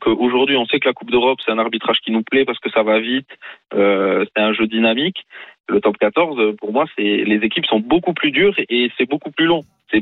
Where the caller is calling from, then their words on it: Bordeaux, Nouvelle-Aquitaine, France; Je suis à Bordeaux, je suis pas très loin du stade